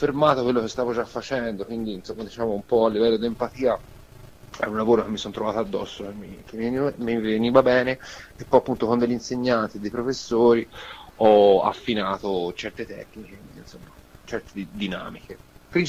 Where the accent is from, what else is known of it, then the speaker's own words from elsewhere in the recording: Montemurlo, Tuscany, Italy; io sono di Prato, nello specifico Montemurlo